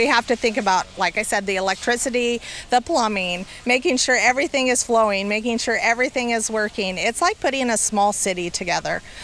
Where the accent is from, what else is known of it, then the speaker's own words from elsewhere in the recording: Salem, Oregon, United States; I'm an Oregonian. I was born and raised in Salem.